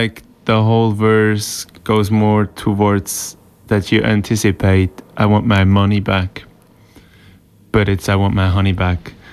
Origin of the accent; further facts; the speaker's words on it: Switzerland; first language Swiss German; English is a second language; Yeah, my native language is Swiss German.